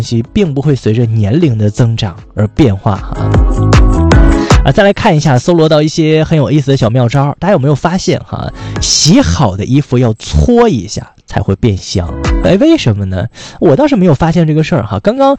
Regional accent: northern China, China; now in South China, China; 作为一个北方人来说呢，我感觉北方的蟑螂就没有那么大，北方的蟑螂小小的。来到了这个华南地区，来到了南方之后，我才发现

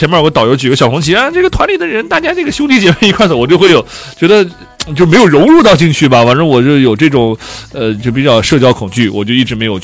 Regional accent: Taiyuan, Shanxi, China; 山西，我山西太原人。

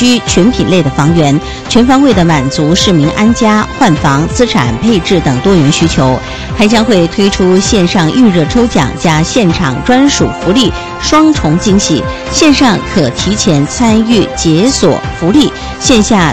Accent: China; 藏着我们中国人代代相传的时令讲究

